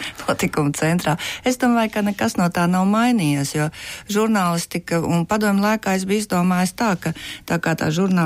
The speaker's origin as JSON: {"language": "Latvian", "town": "Kuldīga", "region": "Kurzeme", "country": "Latvia", "tie": "born or raised there", "moved": "as an adult", "said": "es esmu dzimusi augus Kuldīgā"}